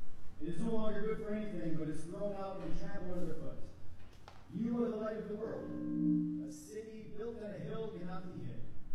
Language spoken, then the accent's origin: English; Wisconsin, United States; I grew up near Madison, Wisconsin. Little farmhouse, we had a farm ourselves. It was this old farmhouse.